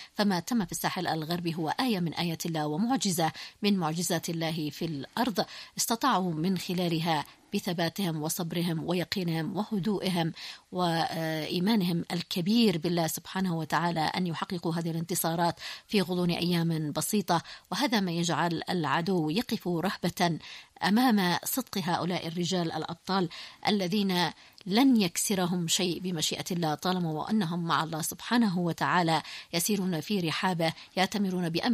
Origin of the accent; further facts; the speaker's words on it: Yemen; ومليئة بالمفاجآت السارة لنا نحن كشعب يمني